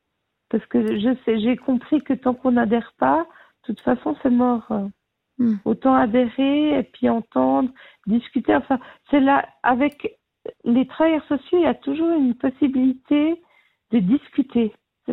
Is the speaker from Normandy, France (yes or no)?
yes; Normandy, France; je suis normande.